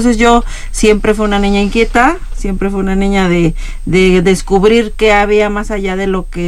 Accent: Michoacán, Mexico; yo soy de Michoacán.

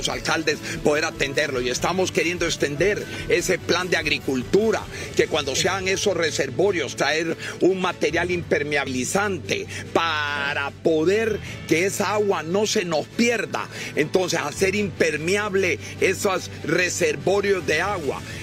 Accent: Honduras

